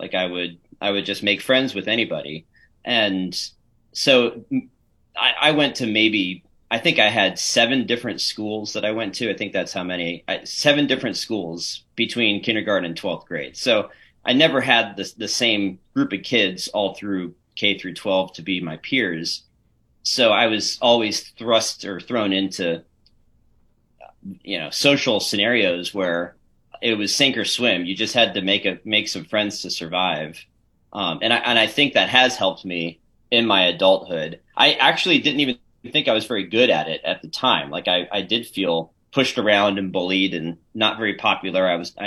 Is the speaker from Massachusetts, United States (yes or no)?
yes; Beverly, Massachusetts, United States; born there; also born or lived in Pennsylvania; But I was born in the Boston area, believe it or not, in Beverly, north of Boston. So I started my life as a New Englander and then moved around to Pennsylvania